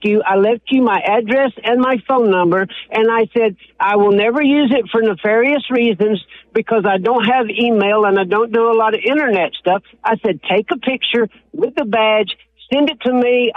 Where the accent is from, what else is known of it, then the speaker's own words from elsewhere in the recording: Alabama, United States; I've been listening to you since your WVNN days in Athens because I was raised in Northwest Alabama.